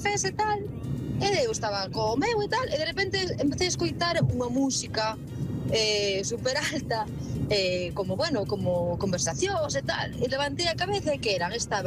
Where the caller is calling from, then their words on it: Vila de Cruces, Galicia, Spain; Bos días, amigos da Bola Extra … de Vila de Cruces.